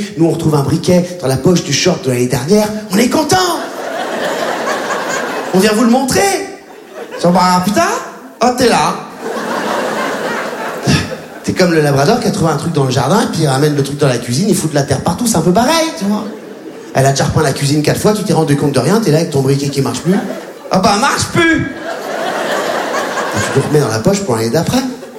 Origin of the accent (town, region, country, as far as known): Réunion; born or raised there